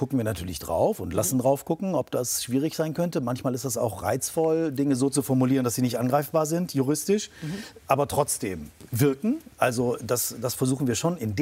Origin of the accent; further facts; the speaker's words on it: Germany; ich als Deutscher mit deutschen Vorfahren, also ich habe keinen Migrationshintergrund, ich habe Nazi-Hintergrund